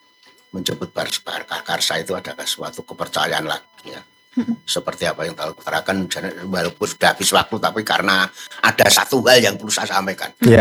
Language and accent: Indonesian; Java, Indonesia; untuk saya sebagai orang Jawa kuno dan yang sudah tua